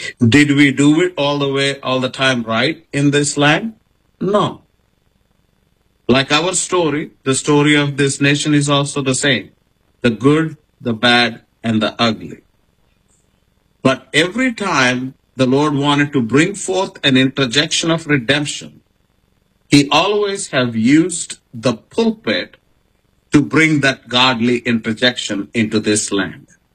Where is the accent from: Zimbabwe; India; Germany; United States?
India; even though I'm coming from India.